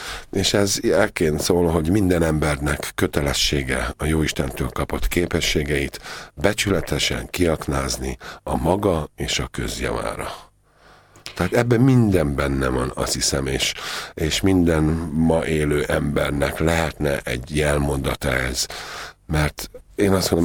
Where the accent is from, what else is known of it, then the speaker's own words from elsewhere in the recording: Budapest, Hungary; born there; Erdélyből, és egy kicsi csecsemővel, a legidősebb nővéremmel jöttek át Budapestre. Aztán még 5-en itt születtünk Magyarországon.